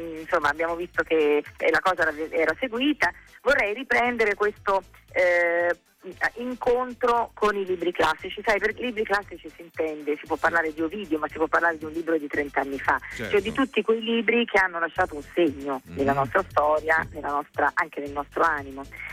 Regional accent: Rome, Lazio, Italy; moved away as an adult; now in Turin, Italy; io sono nata e vissuta a Roma 20 anni, sono di origine umbra, ma vivo a Torino e poi mi sposto per lavoro un po', sì, moltissimo, però vivo da tanti anni a Torino

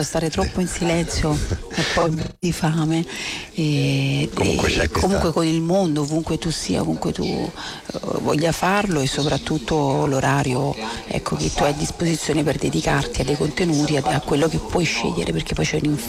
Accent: Naples, Campania, Italy

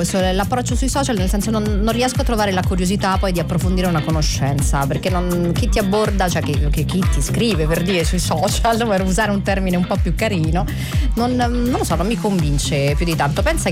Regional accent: Terni, Umbria, Italy; io sono di Terni

